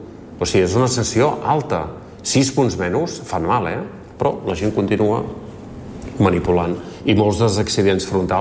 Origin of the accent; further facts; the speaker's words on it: Barcelona, Catalonia, Spain; No, me'n vaig a Barcelona. És que jo sóc de Barcelona.